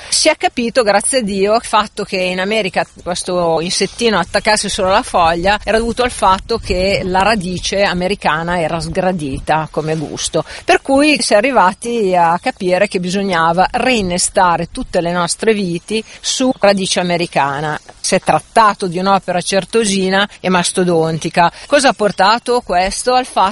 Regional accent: Lombardy, Italy; in dialetto da noi le pesche si chiamano i persi

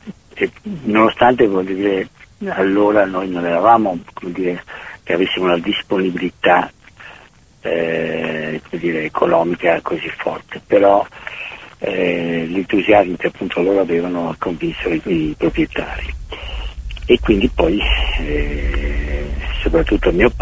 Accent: Venice, Veneto, Italy; Noi proveniamo da Venezia e però avevamo questa grande passione per la montagna

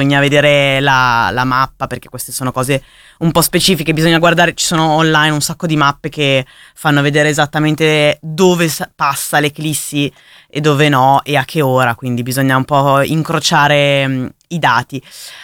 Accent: Lecco, Lombardy, Italy; perché io sono di Lecco

